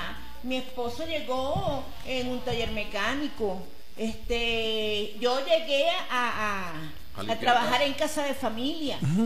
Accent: Venezuela; now in Ecuador

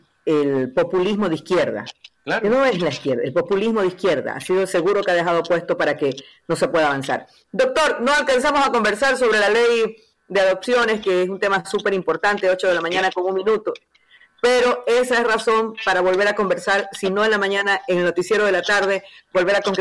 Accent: Ecuador; nosotros como ecuatorianos

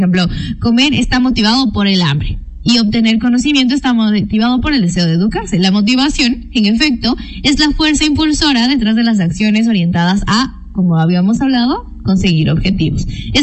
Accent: Ecuador; yo también soy novelera como buena ecuatoriana de vez en cuando.

